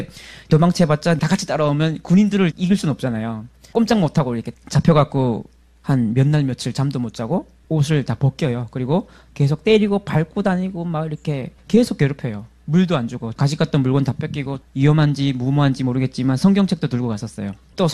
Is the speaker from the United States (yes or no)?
no; North Korea; moved away; 저는 98년에 처음으로 탈북했기 때문에 5년 만에 이제 고향 땅을 밟는 거였거든요.